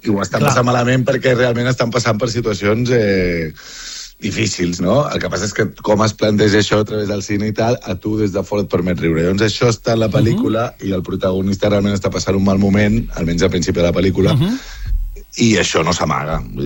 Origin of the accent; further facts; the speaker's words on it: Barcelona, Catalonia, Spain; jo soc de Barcelona